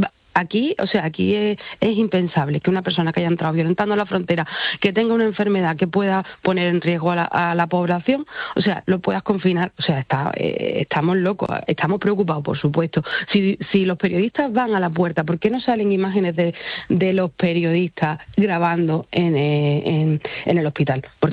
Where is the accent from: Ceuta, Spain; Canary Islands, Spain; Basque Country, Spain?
Ceuta, Spain